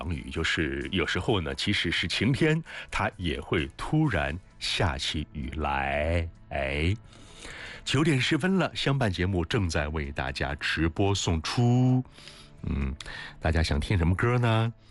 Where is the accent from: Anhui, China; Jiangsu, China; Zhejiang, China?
Anhui, China; 好像是我们安徽人啊